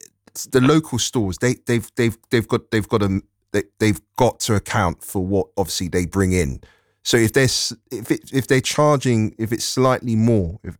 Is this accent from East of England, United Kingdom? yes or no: no; London, United Kingdom; So I'm a Londoner.